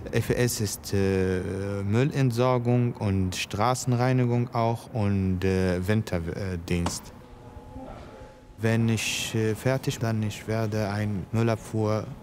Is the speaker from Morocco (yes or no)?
yes; Morocco; German is a second language; moved away as an adult; now in Frankfurt, Germany; Ich komme aus Marokko und ich bin 27 Jahre alt.